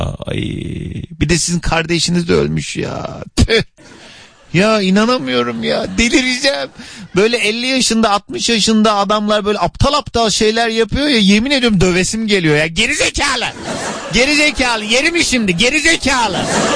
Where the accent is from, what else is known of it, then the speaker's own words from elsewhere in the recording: Kars, Turkey; Ben bilmiyorum, Karslıyım. Ki. Bizde böyle bir şey yok.